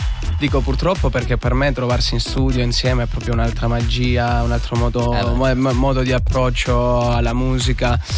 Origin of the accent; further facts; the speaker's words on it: Calabria, Italy; moved away as an adult; now in Switzerland; prima di diciamo trasferirmi in Svizzera, io sono nato e cresciuto in Calabria.